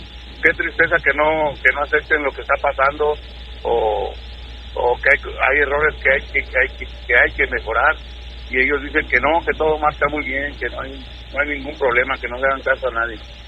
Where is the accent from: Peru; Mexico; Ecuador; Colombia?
Mexico; hasta uno mismo como mexicano se da uno cuenta qué está pasando